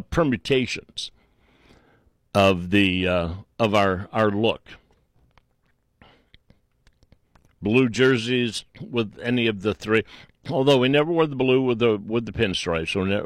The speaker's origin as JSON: {"language": "English", "town": "Cleveland", "region": "Ohio", "country": "United States", "tie": "born or raised there", "said": "But growing up in Cleveland"}